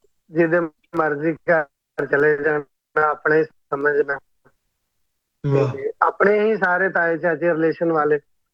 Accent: Shakargarh, Punjab, Pakistan; now in Muscat, Oman; ਮੈਂ ਚੱਕਰਗੜ੍ਹ ਤੋਂ ਬਿਲੋਂਗ ਕਰਨਾ, ਸਰਹੱਦੀ ਏਰੀਆ ਬਾਰਡਰ ਲਾਈਨ ਤੋਂ ਬਿਲਕੁਲ ਜ਼ੀਰੋ ਲਾਈਨ ਤੇ, ਜਲਾਲਾ ਸ਼ਰੀਫ ਪਿੰਡ ਦਾ ਨਾਂ ਹੈ

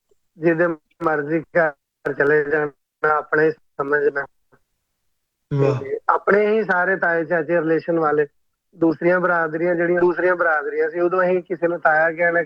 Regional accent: Shakargarh, Punjab, Pakistan; now in Muscat, Oman; ਹਾਂ ਜੀ, ਸ਼ੰਕਰਗੜ੍ਹ ਦਾ ਸਰਹੱਦੀ ਏਰੀਆ 0 ਲਾਈਨ ਤੇ ਜਲਾਲਾ ਸ਼ਰੀਫ ਦੇ ਪਿੰਡ ਦੇ ਨਾਲ ਇੱਕ ਛੋਟਾ ਜਿਹਾ ਪਿੰਡ ਹੈ, ਮੇਰੇ ਪਿੰਡ ਦਾ ਨਾਂ ਸੀ ਬਾਟ।

